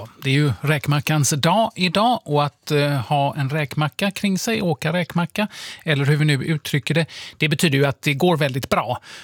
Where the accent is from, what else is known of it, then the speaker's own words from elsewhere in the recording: Skåne, Sweden; accent: Scanian; jag är från Skåne